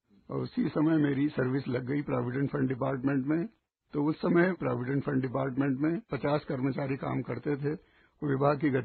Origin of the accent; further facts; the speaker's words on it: Dhamnod, Madhya Pradesh, India; now in Indore, India; मैं मूल रूप से धामनोद जिला धार का निवासी हूँ। मेरा जन्म 1936 में हुआ, उस समय धार राज्य था।